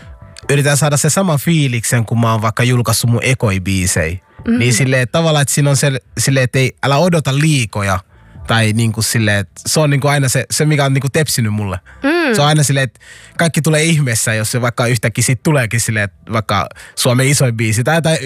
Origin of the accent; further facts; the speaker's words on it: Helsinki, Uusimaa, Finland; kun jos mä joku kysyy mut, että mistä päin sä oot, mä sanon, mä oon Roihuvuoresta. Kaikki on silleen, Roihuvuoresta.